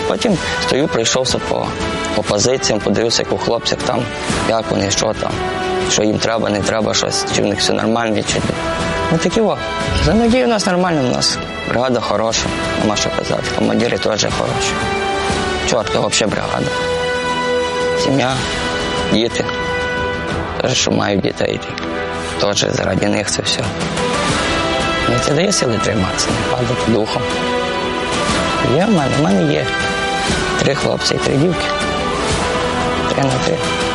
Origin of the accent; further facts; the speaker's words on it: Zastavna, Chernivtsi Oblast, Ukraine; Сам з Чернівецької області, місто Заставна.